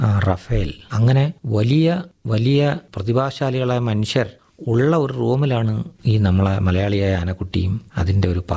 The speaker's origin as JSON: {"language": "Malayalam", "region": "Kerala", "country": "India"}